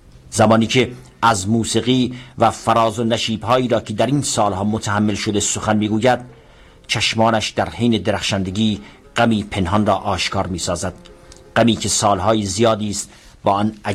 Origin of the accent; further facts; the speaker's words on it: Tehran, Tehran Province, Iran; محلی که تحصیل می‌کردم در بازار تهران خیام و سید نصرالدین بود. در این محله به دنیا آمدم و تمام دوران تحصیلم را در همین محله پرسه زدم